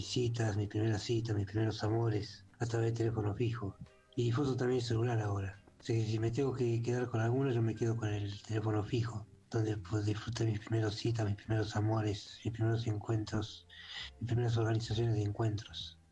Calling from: Buenos Aires, Argentina; de Caballito.

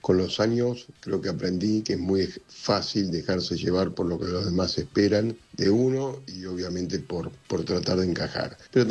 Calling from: Acassuso, Buenos Aires Province, Argentina; de Acasuso.

